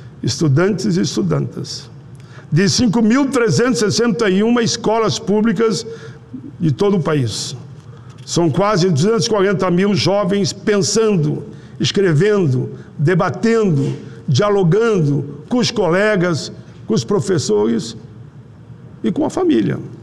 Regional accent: Rio Grande do Sul, Brazil; eu, como gaúcho

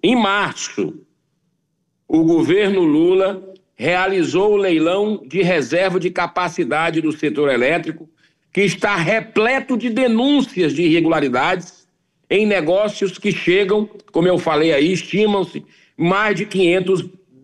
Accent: Ceará, Brazil; especialmente da minha terra da luz, do Ceará.

